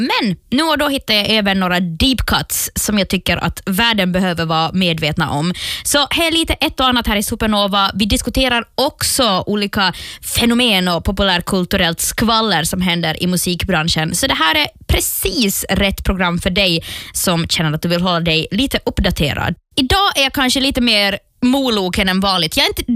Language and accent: Swedish; Finland; Jag är liksom så finsk född som är bara finns.